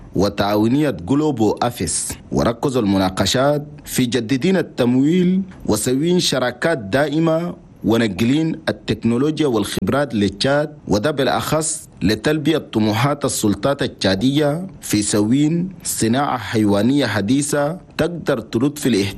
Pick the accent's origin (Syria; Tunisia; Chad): Chad